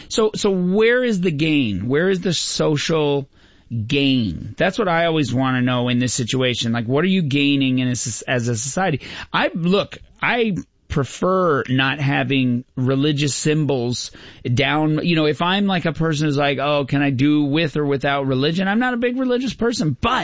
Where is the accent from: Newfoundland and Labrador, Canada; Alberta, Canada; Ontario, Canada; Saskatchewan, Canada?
Newfoundland and Labrador, Canada; Of all, I grew up in Newfoundland. Okay, you want to talk about you think you're a white supremacist? Go to Newfoundland.